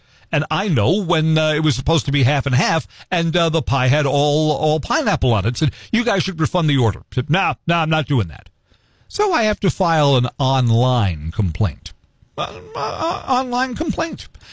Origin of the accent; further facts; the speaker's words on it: Wausau, Wisconsin, United States; and I'm from Wausau.